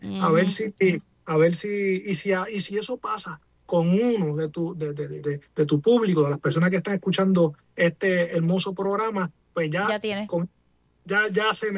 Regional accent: San Sebastián, Puerto Rico; la gente del oeste, que es de donde yo vengo. Yo soy natural de San Sebastián.

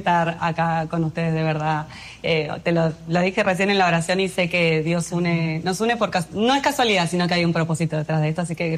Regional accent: Argentina; moved away as an adult; now in Dominican Republic; muy patriota. Yo amo a Argentina, me considero más argentina que el mate. Siempre dije, yo voy a nacer y morir en Argentina. Estudié ciencias políticas allá

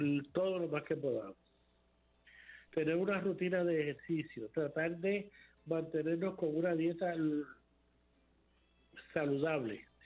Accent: Puerto Rico; somos puertorriqueños

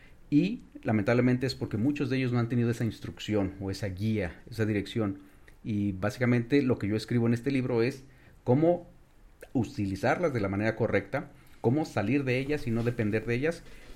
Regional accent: Mexico; soy mexicano, casado ya hace 24 años, con dos hijos

